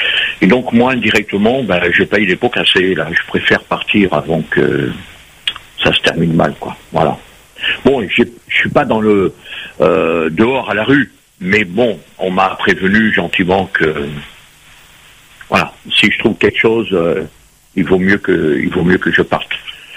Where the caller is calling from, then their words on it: France; Alors, je suis en métropole. J'ai 73 ans.